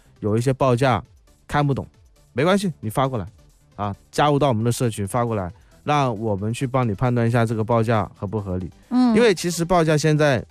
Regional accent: Guangdong, China; 我们广东话

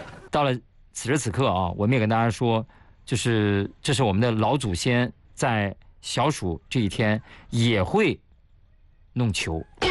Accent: China; 我们中国人

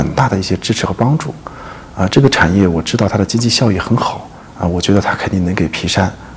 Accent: Anqing, Anhui, China; 我来自安徽安庆

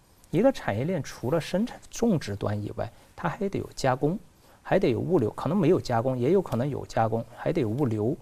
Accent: southern China, China; moved away; 在我们老家南方种玉米

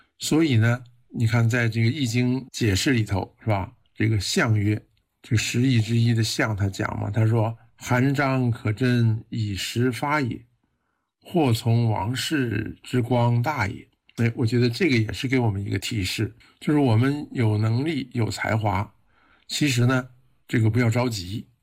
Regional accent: China; 我们中国人

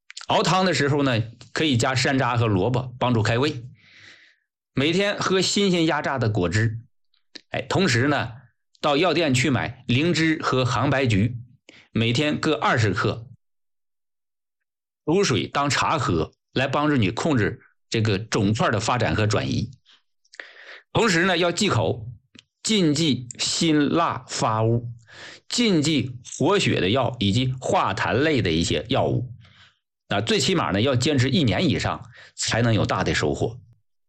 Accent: China

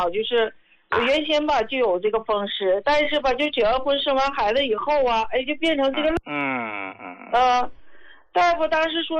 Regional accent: Daqing, Heilongjiang, China; 胡老师，我是大庆的。

